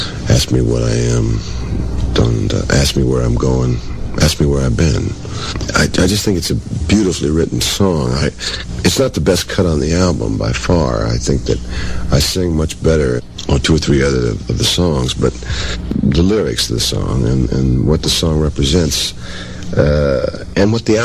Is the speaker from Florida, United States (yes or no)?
yes; Florida, United States; also born or lived in Georgia, United States; I was born in Georgia, raised in Florida. And I really and truly love country music.